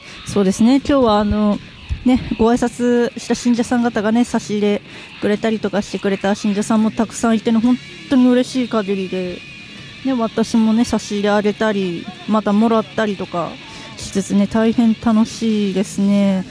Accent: Hokkaido, Japan; こっちから北海道民なんで、

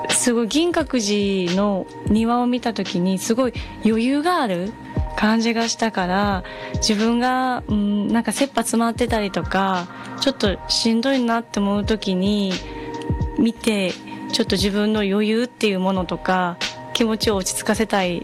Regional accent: Kyoto, Japan; 京都出身なので、もう京都が大好きで、で大好きで、よく2ヶ月に1回ぐらいは帰ってるんですけど

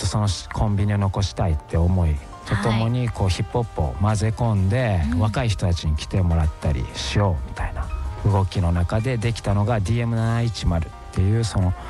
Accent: Tottori, Japan; moved away as an adult; now in Aichi, Japan; 自分鳥取県出身なんですけど、はい、愛知に来るきっかけが、まあ工場的な、うん、その就職させてもらって

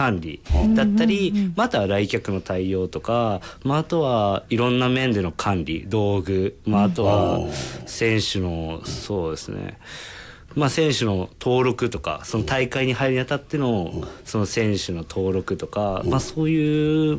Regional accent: Chiba, Japan; moved away as an adult; now in Miki, Japan; 千葉県です。

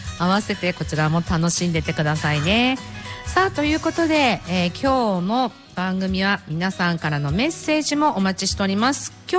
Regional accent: Iwaki, Fukushima, Japan; 保育所の時ね、小名浜のここのね、ハマイオンからもうちょっと少し行くと

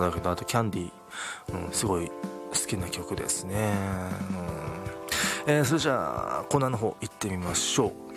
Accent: Saitama, Japan; 生まれも育ちも埼玉県の僕が実際に行ったお店や場所、そしてこれから行ってみたいところなど

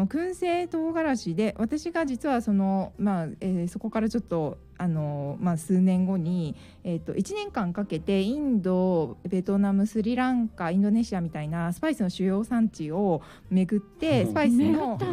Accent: Hiroshima, Japan; born or raised there; moved away

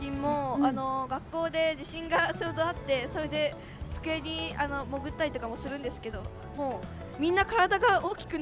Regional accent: Sendai, Miyagi, Japan; born there; この八木山がすごい好きで、まあまあ、住んでる場所なので、

